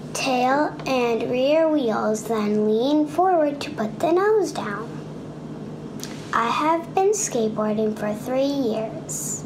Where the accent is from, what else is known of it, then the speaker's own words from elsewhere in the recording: Seattle, Washington, United States; I'm from Seattle, Washington.